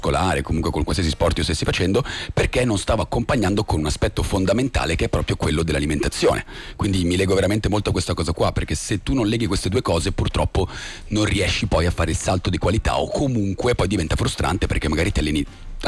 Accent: Milan, Lombardy, Italy; io geograficamente sono di Milano

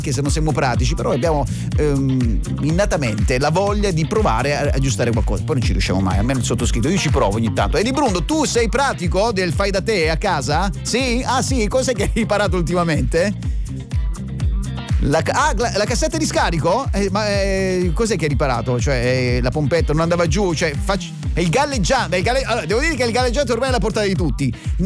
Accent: Apulia, Italy; vi porto in Puglia, nella mia terra.

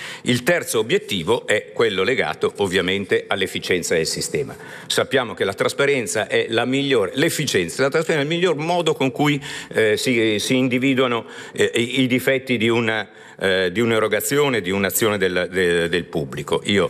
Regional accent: Lombardy, Italy; vengo dalla Lombardia

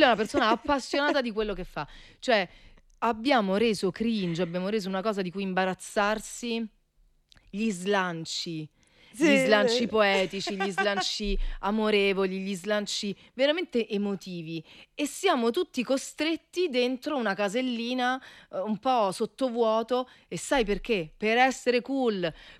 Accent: Rome, Lazio, Italy

